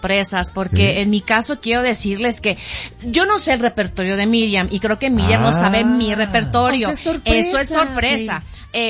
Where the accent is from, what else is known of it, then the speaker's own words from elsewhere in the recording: Veracruz, Mexico; Como buena jarocha, yo quiero picantito.